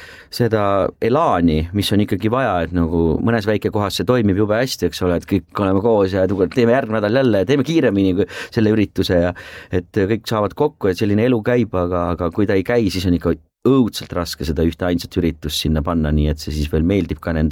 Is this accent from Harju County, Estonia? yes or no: yes; Tallinn, Harju County, Estonia; mina olen linnapoiss ja tallinlane eluaeg olnud